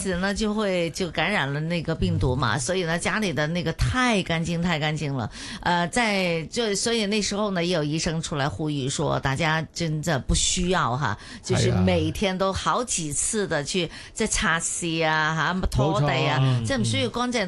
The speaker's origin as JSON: {"language": "Chinese", "country": "China", "tie": "born or raised there", "said": "我在国内长大"}